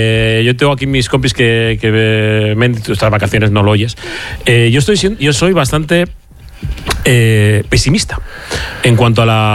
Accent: Basque Country, Spain; Pero si sí, da igual, a ver, que somos vascos, da igual que tengamos...

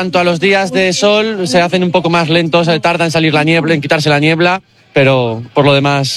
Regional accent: Galdames, Basque Country, Spain; Pues ahí somos, de la zona.

